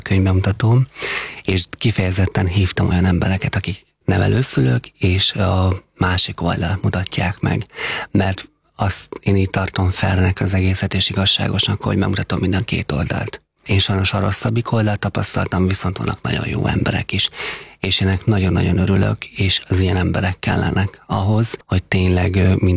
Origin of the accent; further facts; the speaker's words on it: Heves, Hungary; moved away; Én Heves megyében nőttem föl.